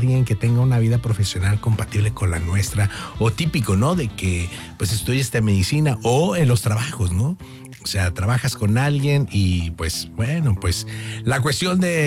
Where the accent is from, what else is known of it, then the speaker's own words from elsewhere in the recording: Monterrey, Nuevo León, Mexico; somos regios. Vivimos en Monterrey, somos de Monterrey